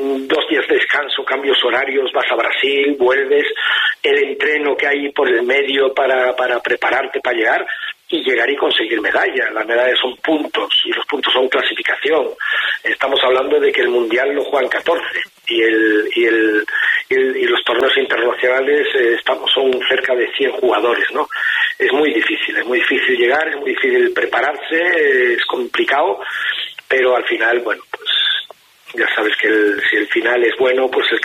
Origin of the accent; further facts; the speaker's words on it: Spain; Y como español, como yo, es mi doble